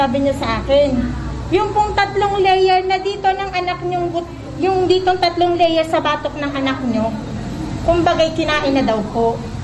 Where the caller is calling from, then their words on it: Calapan, Mimaropa, Philippines; Nazareto po.